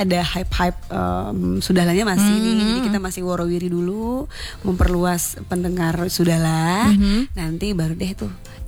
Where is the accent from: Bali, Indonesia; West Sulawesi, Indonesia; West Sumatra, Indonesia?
West Sumatra, Indonesia; Padang; Tapi gak menutup kemungkinan kita sebagai orang Minang Padang legasinya apa nih tahu diaminkan oleh alam ya.